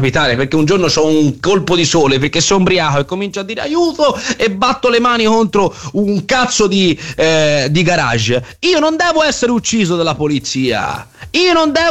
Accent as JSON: {"language": "Italian", "town": "Florence", "region": "Tuscany", "country": "Italy", "said": "noi abbiamo vissuto sulla nostra pelle da fiorentini la morte di un nostro concittadino"}